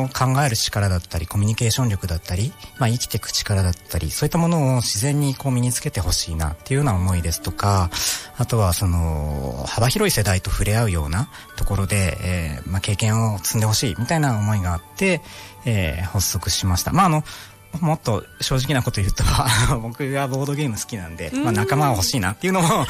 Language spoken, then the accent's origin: Japanese; Chiba, Japan; 千葉県出身です。